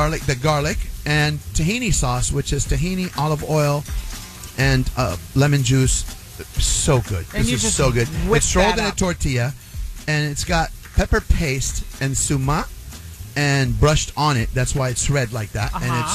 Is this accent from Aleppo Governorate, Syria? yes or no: no; Damascus, Damascus Governorate, Syria; moved away; I grew up in Damascus. You guys know I was born and raised in Damascus.